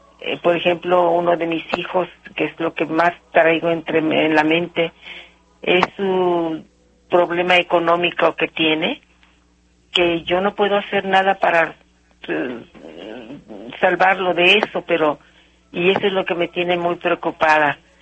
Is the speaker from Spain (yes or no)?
no; Guadalajara, Jalisco, Mexico; Buenas noches, Pedrito. … de Guadalajara.